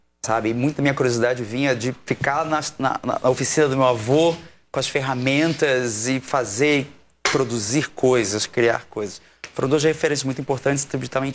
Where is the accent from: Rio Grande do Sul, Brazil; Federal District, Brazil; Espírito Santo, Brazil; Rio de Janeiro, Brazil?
Rio de Janeiro, Brazil; Niterói; moved away as an adult; now in São Paulo, Brazil; carioca também, nasci em Niterói.